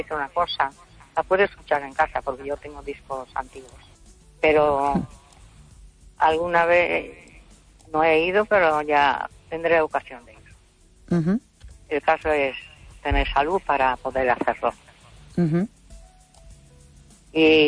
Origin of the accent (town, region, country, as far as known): Vigo, Galicia, Spain